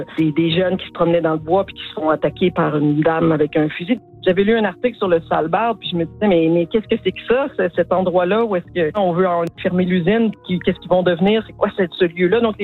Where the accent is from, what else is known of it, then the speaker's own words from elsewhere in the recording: Gatineau, Quebec, Canada; now in Montreal, Canada; c'est intéressant parce que j'habite Montréal, puis j'ai grandi à Gatineau. J'ai aussi mes parents qui sont acadiens